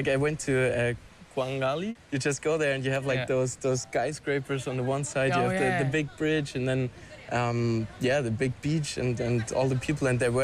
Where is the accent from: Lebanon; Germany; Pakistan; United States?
Germany; Munich, Bavaria; I'm from Germany, from Munich, and I'm a student.